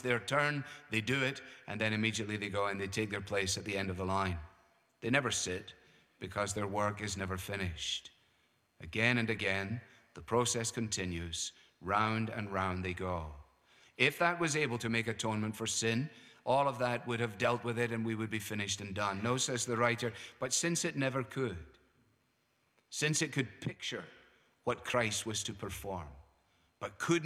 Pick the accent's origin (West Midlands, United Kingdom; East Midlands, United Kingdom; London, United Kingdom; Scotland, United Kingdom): Scotland, United Kingdom